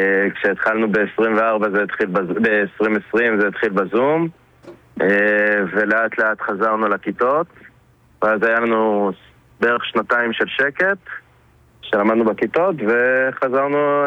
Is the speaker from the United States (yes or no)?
no; Kiryat Shmona, Northern District, Israel; moved away as an adult; now in Misgav Am, Israel; אני כל חיי גדלתי בקריית שמונה, ואחרי זה עברנו למשגבם, אשתי בת משק.